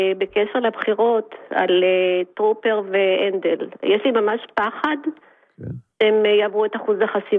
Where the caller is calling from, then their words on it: Tel Aviv, Tel Aviv District, Israel; אני מתל אביב.